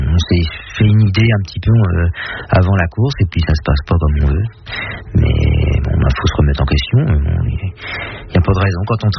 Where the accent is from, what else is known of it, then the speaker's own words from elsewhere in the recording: Avranches, Normandy, France; C'était en plus chez moi, à Avranches. Donc oui, je ne pouvais pas l'oublier.